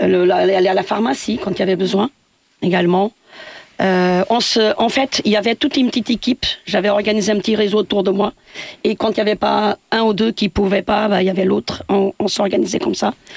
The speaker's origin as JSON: {"language": "French", "town": "Santa Comba", "region": "Viseu", "country": "Portugal", "said": "puisque moi je suis originaire donc du Portugal. Je viens d'un petit village où tout le monde s'entraide."}